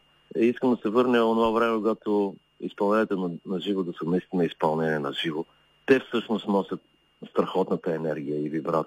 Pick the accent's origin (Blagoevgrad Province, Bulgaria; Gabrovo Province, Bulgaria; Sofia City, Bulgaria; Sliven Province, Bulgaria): Blagoevgrad Province, Bulgaria; Gotse Delchev; also born or lived in Flensburg, Germany; Аз съм от Гоце Делчев и тъй като се прибрах тук заради майка ми да съм по-близо до нея